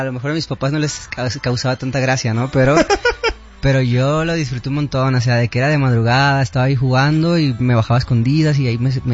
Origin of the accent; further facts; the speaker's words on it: Guadalajara, Jalisco, Mexico; Sí, de Santa Tere.